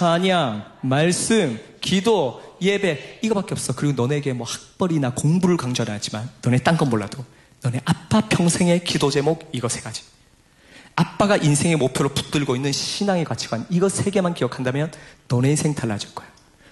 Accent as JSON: {"language": "Korean", "region": "Daegu", "country": "South Korea", "tie": "born or raised there", "said": "저희 고향이 대구인데"}